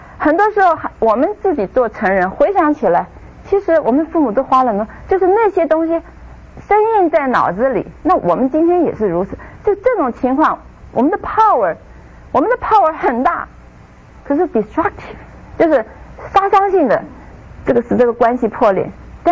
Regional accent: China; 我们中国人

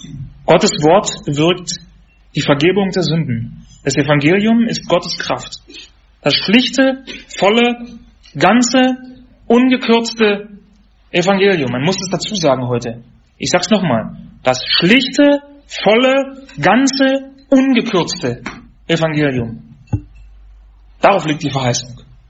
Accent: Germany; Ich bin in der DDR aufgewachsen und 1989 war ich 11 Jahre alt, wo die Wende war, wo die Mauer fiel.

